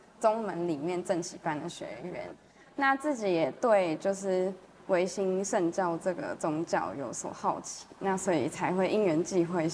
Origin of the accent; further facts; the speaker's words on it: Taichung, Taiwan; 那我来自台中。